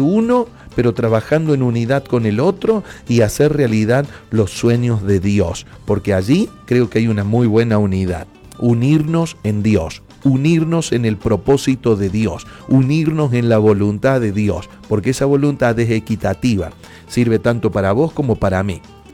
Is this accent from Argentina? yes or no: yes; Argentina; nosotros como argentinos